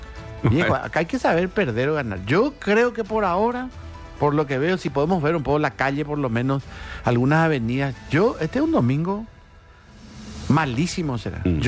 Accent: Paraguay

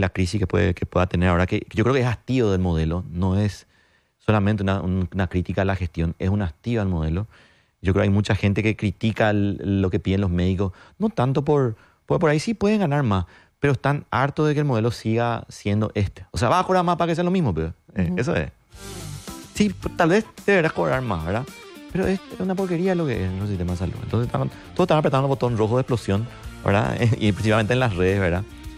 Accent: Paraguay; Yo creo que el rol como mujer paraguaya

